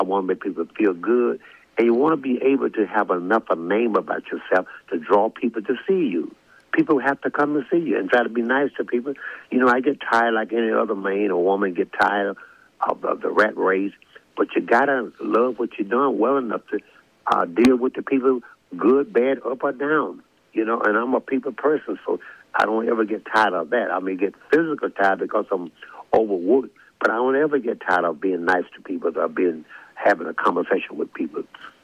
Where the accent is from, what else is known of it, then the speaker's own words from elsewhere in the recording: Arkansas, United States; born there; moved away; it makes me feel good to be back in my home state.